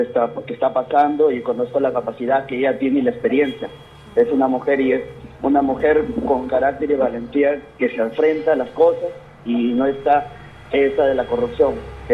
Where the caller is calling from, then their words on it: Túcume, Lambayeque, Peru; nuestro distrito de Tucum.